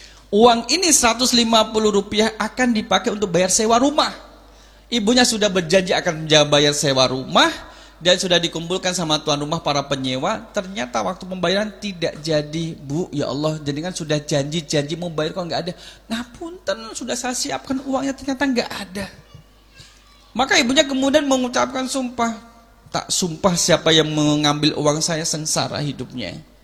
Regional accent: Sleman, Special Region of Yogyakarta, Indonesia; Saya dari Sleman. Bapak Ibu pernah di Sleman lihat ibu-ibu hamil mengeluarkan anak sapi?

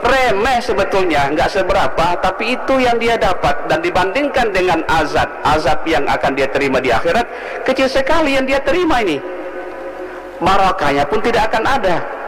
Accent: West Sulawesi, Indonesia; moved away; kampung saya di Sulawesi Pak, di Sulbarn, Pulau Alimandar. Saya dulu waktu masih kecil sering menemani bapak saya itu bertani langsat. Jadi saya sering tinggal di hutan

